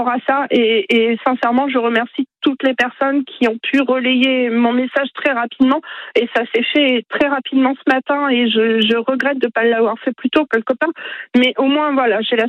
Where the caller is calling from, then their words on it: Centre-Val de Loire, France; J'habite en Touraine